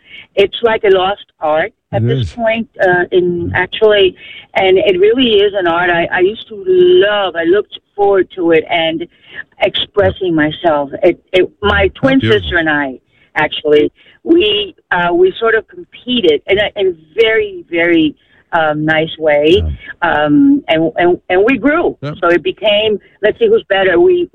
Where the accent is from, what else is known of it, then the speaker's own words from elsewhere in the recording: New York City, New York, United States; I share my experience when I was growing up in New York in St. Paul the Apostle School, right down the corner from the Lincoln Center.